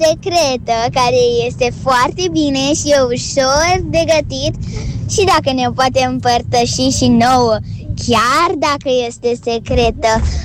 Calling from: Constanța, Constanța County, Romania; din Constanța. Am 7 ani

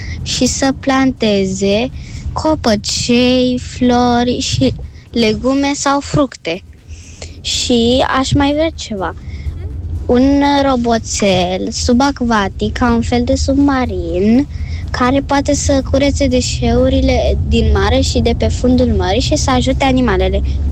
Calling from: Constanța, Constanța County, Romania; din Constanța, am 9 ani

